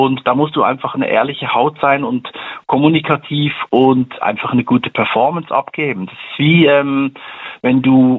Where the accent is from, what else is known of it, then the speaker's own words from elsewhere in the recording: Switzerland; Also bei uns in der Schweiz, bin ja Schweizer, nennt man das Klinkeputzer.